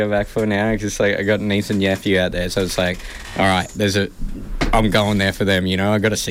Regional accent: Roma, Queensland, Australia; moved away; I grew up in Roma. And that's Man and Dangy country.

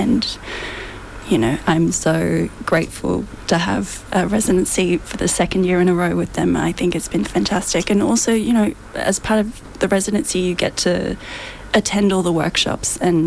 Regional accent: Toowoomba, Queensland, Australia; moved away; I'm from Toowoomba originally, T-Bar represent

